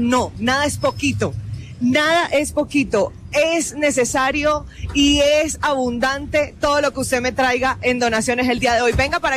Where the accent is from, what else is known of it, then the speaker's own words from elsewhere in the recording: Colombia; Esos somos los colombianos, ¿sabes? Esos somos los colombianos.